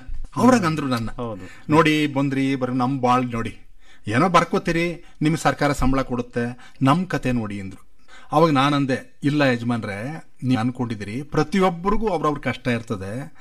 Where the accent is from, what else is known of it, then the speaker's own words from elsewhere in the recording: Mandya district, Karnataka, India; ನನ್ನ ಹೋಬಳಿ ಬಿಣ್ಣಿಗುಳ್ಳೆ ಹೋಬಳಿ